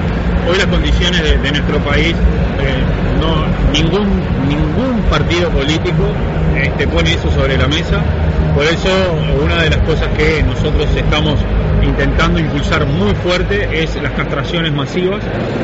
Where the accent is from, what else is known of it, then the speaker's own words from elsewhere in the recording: Sauce, Canelones, Uruguay; Vivimos cerca también porque somos los dos sauceños, así que es un placer. Y aparte, ya sabiendo que soy de sauce, soy una persona rural